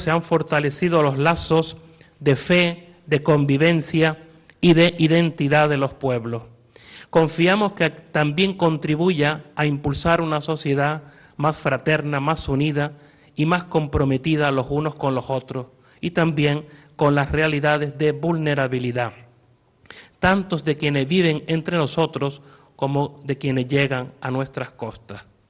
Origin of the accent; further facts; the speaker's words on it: Canary Islands, Spain; nuestra tierra